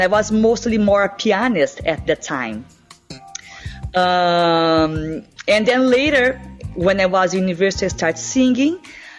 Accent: Brazil; I grew up in Brazil

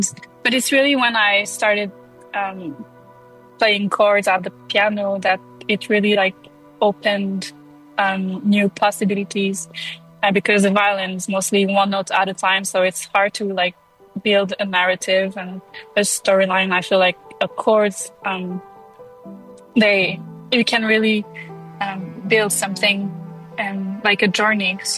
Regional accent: Montreal, Quebec, Canada; I'm from Montreal, Canada, and I started learning music at 5 or 6.

